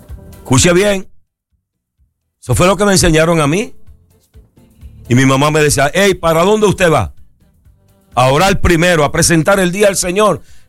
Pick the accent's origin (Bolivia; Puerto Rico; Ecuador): Puerto Rico; en el barrio donde yo me crié, en Algarrobo, por allí en Caimito